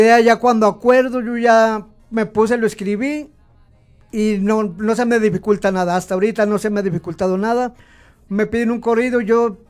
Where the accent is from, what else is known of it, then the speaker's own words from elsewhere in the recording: Buenavista, Zacatecas, Mexico; Ah, bueno, yo soy de Buenavista. Como le digo, soy de Buenavista, Tepetongo, Zacatecas.